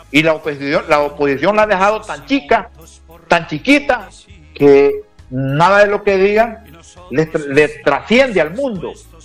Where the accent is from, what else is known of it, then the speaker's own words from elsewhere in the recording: Honduras; Yo, como hondureño